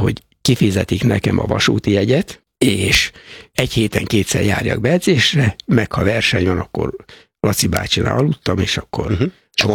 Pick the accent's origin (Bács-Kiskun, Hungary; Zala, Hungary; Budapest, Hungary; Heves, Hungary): Bács-Kiskun, Hungary; Tiszakécske; also born or lived in Szolnok; Az elején az úgy kezdődött, hogy Szolnokon a kórházba születtem, de tiszakécskei vagyok, tehát a csak a kórházba